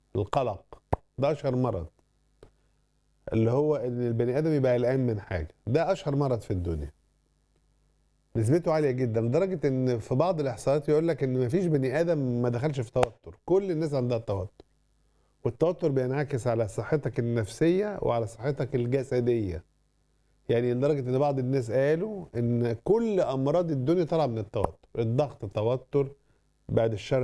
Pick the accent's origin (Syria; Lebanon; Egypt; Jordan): Egypt; احصائيات ما عندناش في مصر